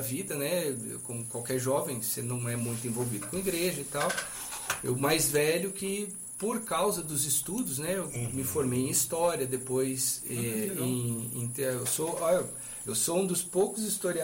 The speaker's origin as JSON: {"language": "Portuguese", "town": "Cachoeira Paulista", "region": "São Paulo", "country": "Brazil", "tie": "born or raised there", "lives_now": "Pindamonhangaba, Brazil", "said": "eu cresci em Cachoeira Paulista, né? Uhum. Eu nasci em Pindamonhangaba, hoje voltei a morar lá, né? Do meio da pandemia para cá, fomos morar para Pindamonhangaba. Uhum. Cresci em Cachoeira devido à vocação dos meus pais"}